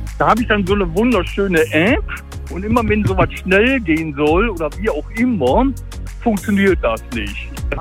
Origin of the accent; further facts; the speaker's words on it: Duisburg, North Rhine-Westphalia, Germany; born there; Ich bin selber in Duisburg geboren